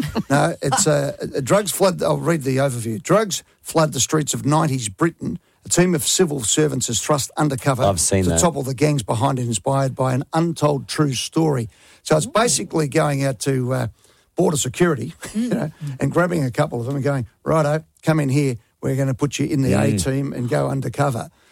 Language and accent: English; Australia; And you've never heard two blokes pull their Australian passport and say, g'day, mate, so quickly.